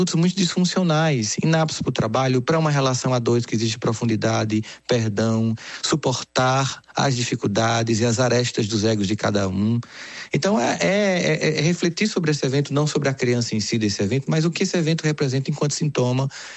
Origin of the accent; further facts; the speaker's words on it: Brazil; Nossa, enquanto brasileiro, para você que recentemente foi atropelada nas ruas de São Paulo, sabe do que eu tô falando?